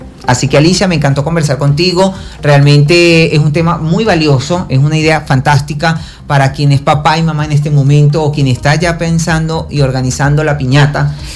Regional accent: Venezuela; lo digo como venezolano en este país, porque no he ido a otro país

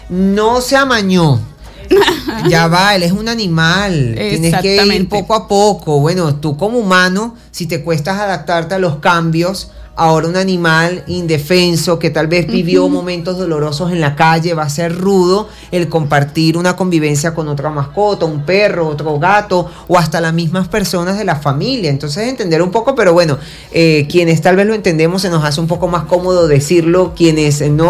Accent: Venezuela; somos venezolanos, somos los mejores humanos que existen.

